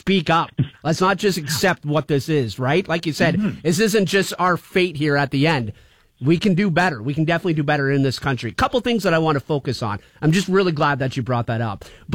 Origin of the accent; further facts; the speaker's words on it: Canada; As a Canadian, we shouldn't be waiting 14 hours in an ER in extreme pain.